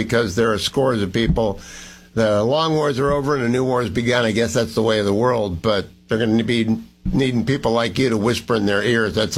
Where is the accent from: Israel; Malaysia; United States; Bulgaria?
United States; Ohio; I'm from Ohio. We're from God's country.